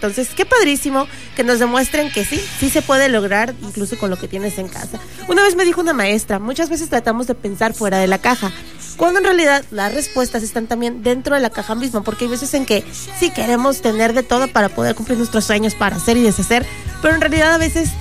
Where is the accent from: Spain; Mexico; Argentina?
Mexico; como buenos mexicanos que somos